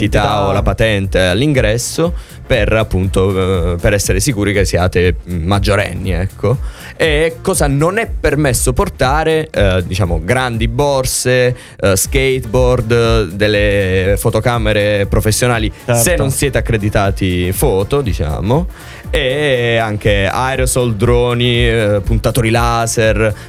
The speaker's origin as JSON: {"language": "Italian", "town": "Noci", "region": "Apulia", "country": "Italy", "said": "perché io sono di Noci, certo, quindi provincia di Bari"}